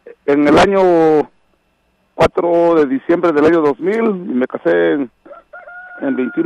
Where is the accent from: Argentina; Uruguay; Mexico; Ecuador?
Mexico; Santa María Tindú, Oaxaca; moved away as an adult; me transformo allá a Oaxaca, mi lindo estado, mi pueblo natal, pueblito querido, Santa María Tindú. Y hace años que me vine de allá, pero como quiera, no me salí de Tindú, ni Tindú se sale de mí.